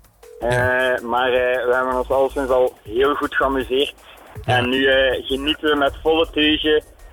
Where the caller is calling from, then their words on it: Belgium; accent: Belgian; Wij zijn van België.